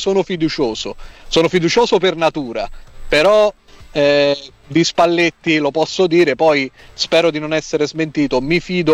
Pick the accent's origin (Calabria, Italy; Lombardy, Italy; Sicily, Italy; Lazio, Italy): Lazio, Italy; Minturno; Tu sai, io sono di Minturno, e a Minturno un periodo ha giocato proprio da ragazzo Dino Fava Passaro